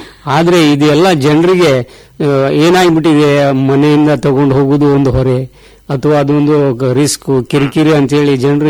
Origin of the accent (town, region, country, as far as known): Siddapur, Karnataka, India